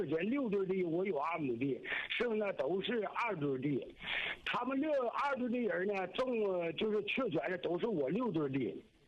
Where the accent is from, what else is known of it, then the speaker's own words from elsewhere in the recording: Suzhou, Jiangsu, China; 我是苏州的，我是月子村村民